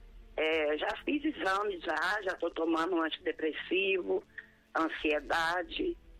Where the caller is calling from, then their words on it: Manhuaçu, Minas Gerais, Brazil; Eu falo de Manhuaçu.